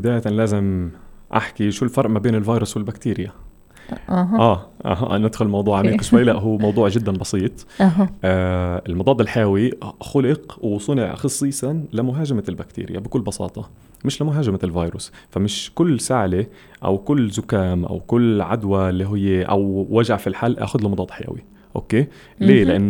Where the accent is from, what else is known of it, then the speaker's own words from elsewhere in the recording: West Bank, Palestine; عندنا في الضفة الغربية